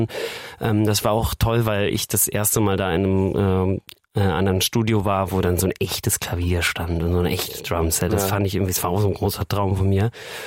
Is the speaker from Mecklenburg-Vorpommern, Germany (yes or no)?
yes; Wismar, Mecklenburg-Vorpommern, Germany; in Wismar, wo ich herkomme